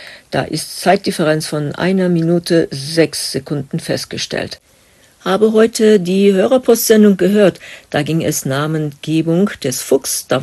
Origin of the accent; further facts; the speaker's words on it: Wuppertal, North Rhine-Westphalia, Germany; Wuppertal ist meine Heimatstadt in Deutschland. Schön. Darauf bin ich jetzt stolz.